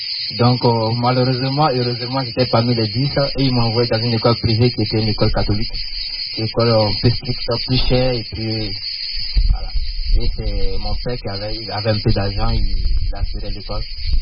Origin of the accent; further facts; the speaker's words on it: Côte d’Ivoire; je viens de la Côte d'Ivoire